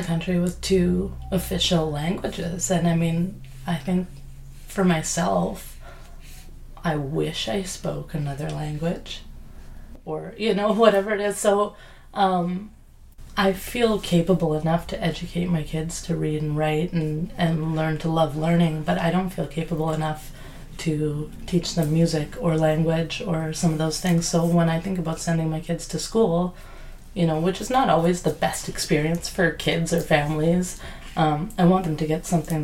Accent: Canada; You know, through my life as a Canadian, reading things in French all my life, and now through having my kids in French school for I think 5 years now

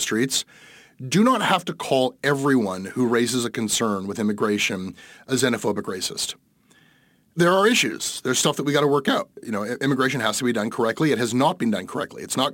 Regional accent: Canada; born there; I was lucky enough just to be born into, you know, being Canadian.

